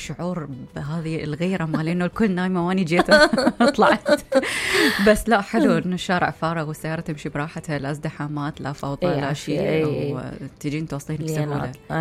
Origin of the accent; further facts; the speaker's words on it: Iraq; واحنا عراقيين